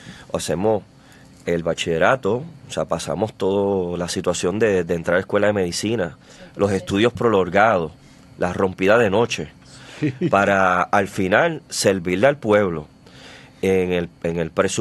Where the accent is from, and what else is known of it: Puerto Rico